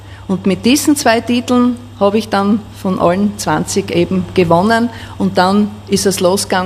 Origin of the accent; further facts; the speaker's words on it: Styria, Austria; Und es war auch bei uns in der Steiermark, in Deutschlandsberg, in der Choralmhalle damals.